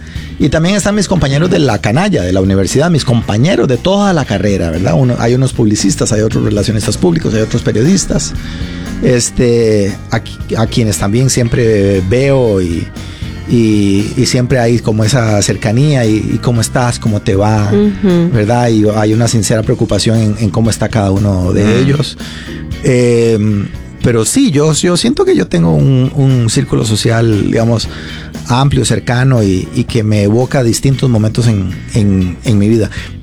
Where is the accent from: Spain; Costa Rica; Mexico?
Costa Rica; Somos todos ticos, ¿verdad?